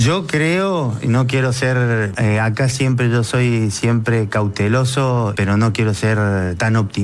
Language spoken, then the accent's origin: Spanish; Argentina; Pero que nosotros como argentinos tomemos medidas con respecto a las Malvinas, siendo que son argentinas.